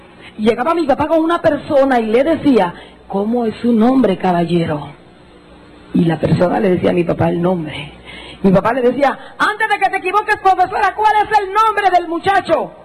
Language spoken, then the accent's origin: Spanish; Jutiapa, Guatemala; Porque yo soy de Jutiapa, soy de Oriente, y en Jutiapa, en Oriente, eso de payasos y de tonterías no nos gusta.